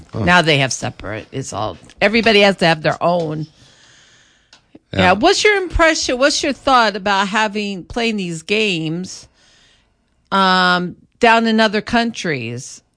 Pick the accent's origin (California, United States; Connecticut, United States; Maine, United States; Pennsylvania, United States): California, United States; I'm from California